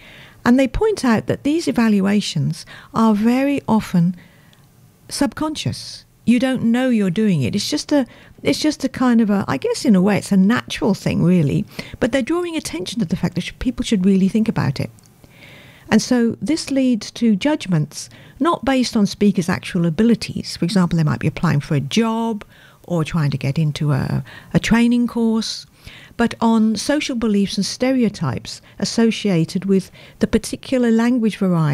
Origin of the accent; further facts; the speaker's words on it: United Kingdom; accent: British; moved away as an adult; now in Australia; I remember growing up in Britain, half a century ago now